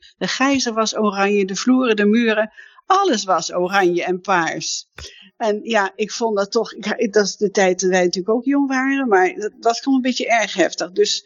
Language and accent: Dutch; The Hague, South Holland, Netherlands; ik kom uit Den Haag en we zijn allebei. En toen zijn we in Delft gaan wonen.